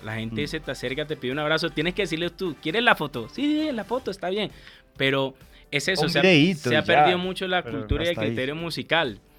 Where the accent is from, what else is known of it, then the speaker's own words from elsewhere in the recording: Colombia; en mi caso, no sé, como colombiano